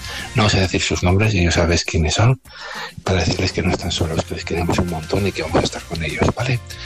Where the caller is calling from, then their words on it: Alcorcón, Community of Madrid, Spain; Hola, Kena, buenos días. … de Alcorcón.